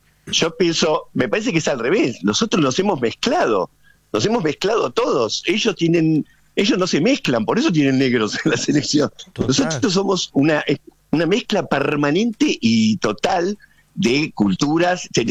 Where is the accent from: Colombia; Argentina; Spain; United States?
Argentina; somos una comunidad, somos argentinos